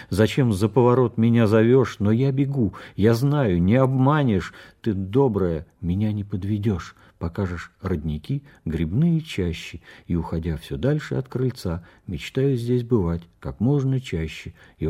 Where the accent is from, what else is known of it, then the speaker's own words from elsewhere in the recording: Saint Petersburg, Russia; born there; also born or lived in Krasnoye Selo; Я родился в Питере. Потом появился в Петербурге только когда пошел в школу. А отец был военный